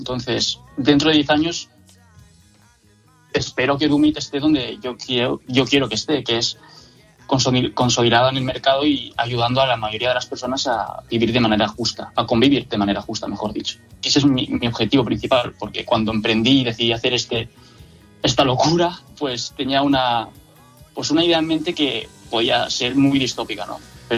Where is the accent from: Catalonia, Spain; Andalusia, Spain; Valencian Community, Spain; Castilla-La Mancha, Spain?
Valencian Community, Spain; Alcoy